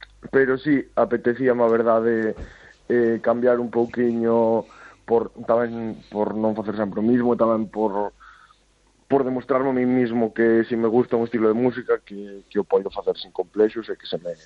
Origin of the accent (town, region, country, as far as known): Galicia, Spain; first language Galician